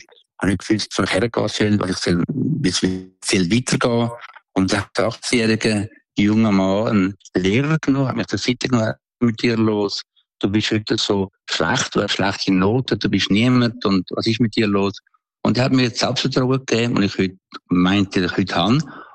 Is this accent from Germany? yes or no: no; Switzerland; Ich bin aufgewachsen in Oegstem Albis, in ärmlichen Verhältnissen. Wir haben einen Bauernhof gehabt